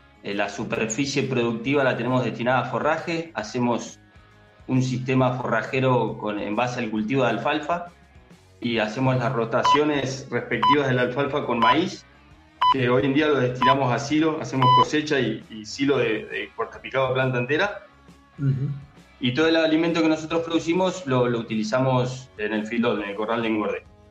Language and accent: Spanish; Añelo, Neuquén, Argentina; Nosotros somos una familia de Añelo, una familia productora, chacarera. Mi abuelo, imagínate que compró el campo en el año 71, se lo compró a la provincia de Neuquén. Y bueno, a partir de allí que estamos instalados